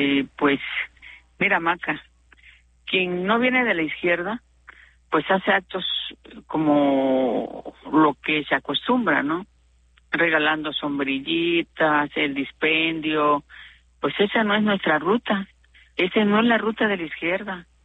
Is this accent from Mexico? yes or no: yes; Mexico